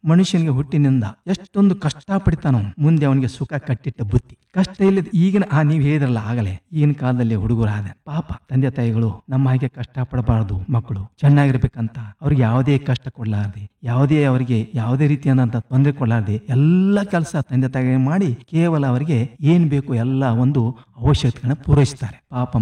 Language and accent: Kannada; Handigud, Karnataka, India; also born or lived in Borgal, Hukkeri taluk; ಬಾಲ್ಯ ಅಲ್ಲಿಯೂ ಆಗಿದೆ, ನಮ್ಮ ಊರು ಆದಂತ ಹಂದಿಗುಡದಲ್ಲಿ ಆಗಿದೆ, ಹುಕ್ಕೇರಿ ತಾಲೂಕು.